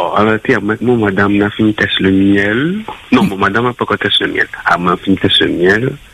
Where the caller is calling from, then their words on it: France; J'habite en France, moi.